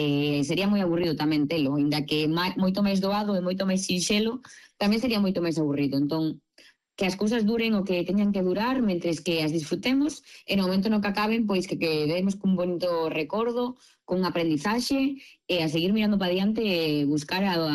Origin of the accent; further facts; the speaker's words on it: Vigo, Galicia, Spain; Pois mira, aproveitando que son de Vigo